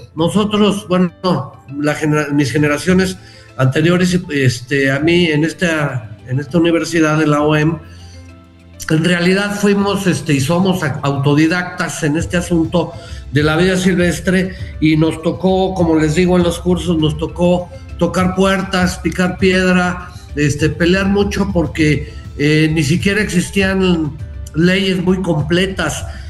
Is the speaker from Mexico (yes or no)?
yes; Morelia, Michoacán, Mexico; now in State of Mexico, Mexico; yo soy de Morelia, Michoacán. Soy michoacano. Radico en el Estado de México, pero bueno, mi tierra es mi tierra.